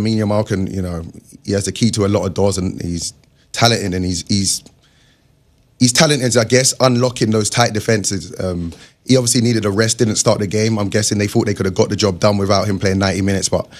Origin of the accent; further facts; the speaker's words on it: England, United Kingdom; to me it was amazing because I grew up in England.